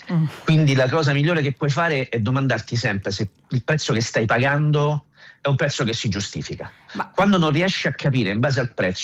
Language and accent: Italian; Rome, Lazio, Italy; quando scoprono che io vengo da Ostia